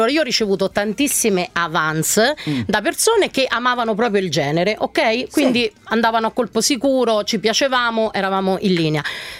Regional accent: Lazio, Italy; io sono dei Castelli Romani

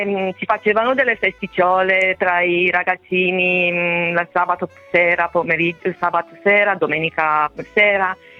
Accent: Romania; Italian is a second language; now in Italy; Sono rumena, però sono 25 anni che sono qua in Italia, però purtroppo l'accento non lo

